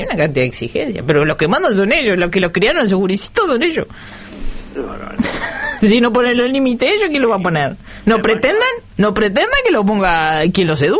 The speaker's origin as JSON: {"language": "Spanish", "country": "Uruguay", "said": "Yo no, porque soy de Durán."}